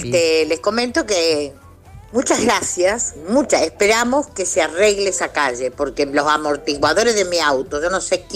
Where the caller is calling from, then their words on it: Capitán Bermúdez, Santa Fe, Argentina; de Capitán Bermúdez